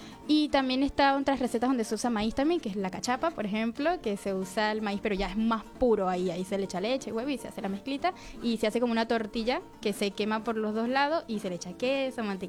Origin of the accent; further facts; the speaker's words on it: Venezuela; now in Argentina; yo, como soy venezolano